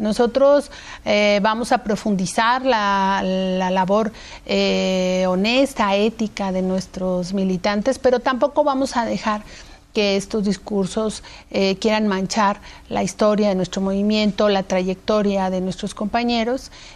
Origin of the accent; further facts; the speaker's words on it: Mexico; el mexicano en general, pues somos patriotas, queremos a nuestra bandera y lo que eso significa.